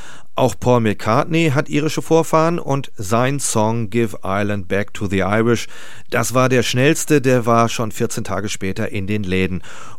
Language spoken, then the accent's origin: German; Northern Germany, Germany; als Norddeutscher ist man ab und zu mal geneigt, diesem Slogan zuzustimmen